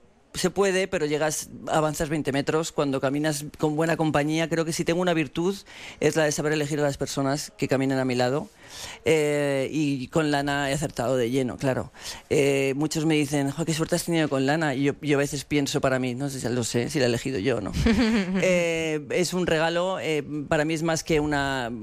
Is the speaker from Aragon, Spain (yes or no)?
yes; Zaragoza, Aragon, Spain; soy de Zaragoza, soy muy cabezota. Aunque viví solo 3 años, me quedé con mucho de la cabezonería.